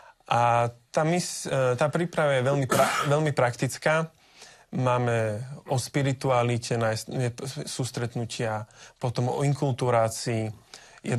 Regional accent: Dubnica nad Váhom, Trenčín Region, Slovakia; also born or lived in Ilava / Slavnica; narodil som sa v Ilave, ale pochádzam z Dubnice nad Váhom, kde som vlastne aj strávil väčšinu svojho života, kým sme sa nepresťahovali do Slavnice. To je taká priľahlá dedinka.

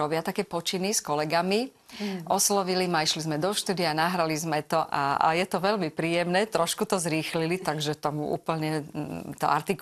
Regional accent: Stropkov, Prešov Region, Slovakia; moved away as an adult; also born or lived in Svidník; ja pochádzam zo Stropkova, zo severu východu Slovenska

